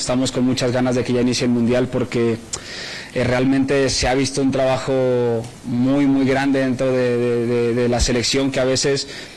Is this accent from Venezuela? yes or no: no; Mexico; que al fin y al cabo soy mexicano y lo digo con mucho orgullo.